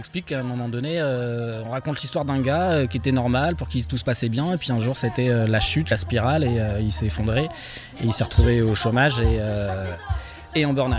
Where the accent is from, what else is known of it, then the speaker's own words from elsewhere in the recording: Compiègne, Hauts-de-France, France; Alors moi, je suis de Compiègne, Emmanuel est de Méru.